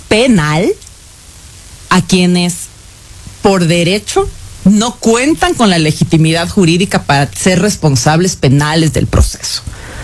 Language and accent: Spanish; Ecuador